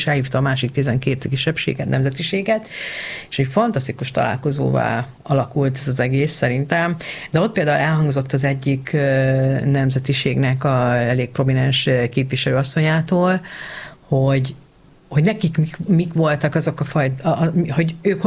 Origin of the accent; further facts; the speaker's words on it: Hungary; nem úgy vagyok magyar, ahogy a magyarok akarják rólam látni, hogy én magyar vagyok